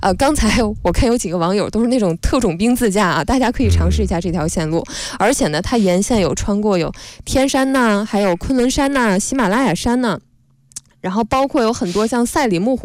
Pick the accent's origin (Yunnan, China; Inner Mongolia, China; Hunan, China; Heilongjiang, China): Heilongjiang, China; Qiqihar; 我的老家黑龙江齐齐哈尔